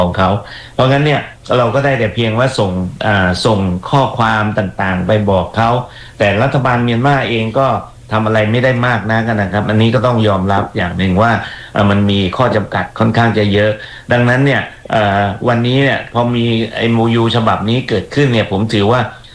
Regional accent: Chiang Rai, Thailand; เพราะว่าผมโตในจังหวัดเชียงรายแล้วได้กินน้ำได้กินปลาในแม่น้ำนะครับ

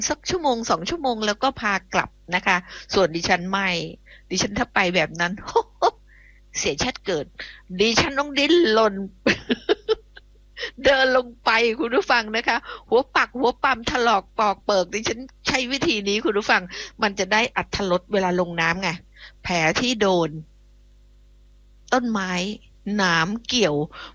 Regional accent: Phuket, Thailand; moved away; บ้านดิฉันเองจังหวัดภูเก็ตดิฉันเนี่ยเป็นคนบ้านนอกเนาะอยู่นอกนะนอกแผ่นดินนะดิฉันมาจากเกาะ

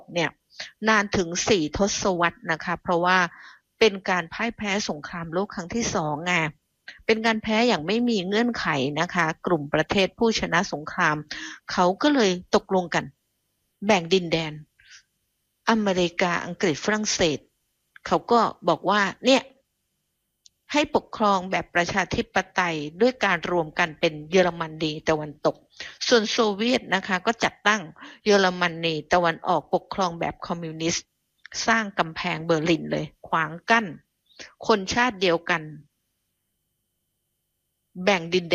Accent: Phuket, Thailand; born there; now in Bangkok, Thailand; เกิดเป็นคนกรุงเทพในเวลานี้แต่จริงอ่ะดิฉันน่ะเกิดจริงดิฉันเกิดถนนดีบุกจังหวัดภูเก็ตเนอะแต่ช่วงนี้ดิฉันอยู่กรุงเทพ

